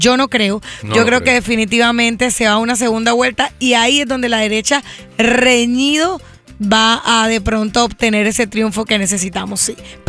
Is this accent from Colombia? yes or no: yes; Colombia; moved away; Estuve en mi tierrita, Colombia